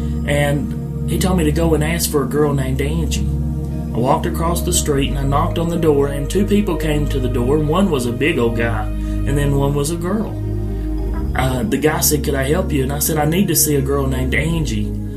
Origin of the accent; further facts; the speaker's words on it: Chattanooga, Tennessee, United States; I'm a preacher from Chattanooga.